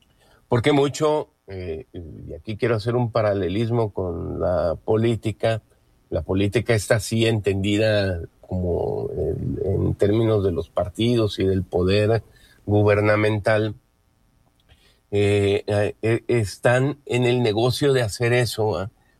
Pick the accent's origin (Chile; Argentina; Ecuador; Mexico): Mexico; nosotros, porque somos de México y le vamos a México